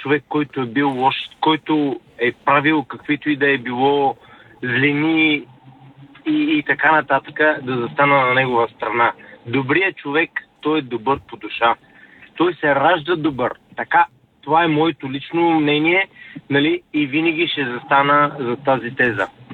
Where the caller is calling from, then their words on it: London, United Kingdom; от Лондон.